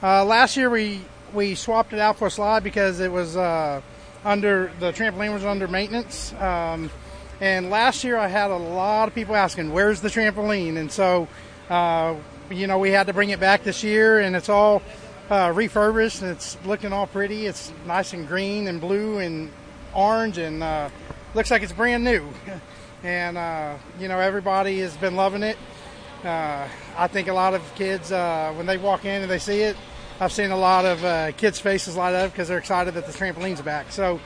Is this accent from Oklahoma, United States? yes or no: yes; Oklahoma City, Oklahoma, United States; I am actually from Oklahoma City.